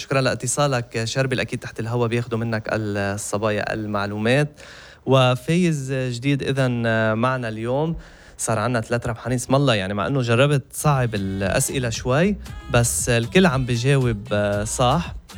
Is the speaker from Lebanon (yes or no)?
yes; South Lebanon, Lebanon; أنا من جنوب لبنان.